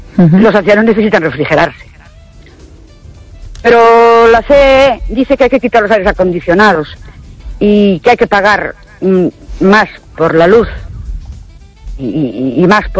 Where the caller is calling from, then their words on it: Ourense, Galicia, Spain; de Orense